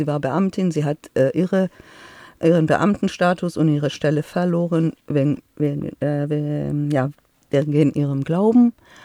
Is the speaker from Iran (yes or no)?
yes; Tehran, Tehran Province, Iran; born or raised there